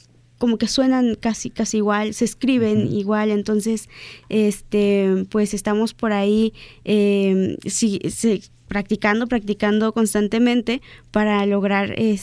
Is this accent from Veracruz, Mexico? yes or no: yes; Playa Vicente, Veracruz, Mexico; allá en Playa Vicente, pues también se habla la lengua zapoteca, yo soy de allá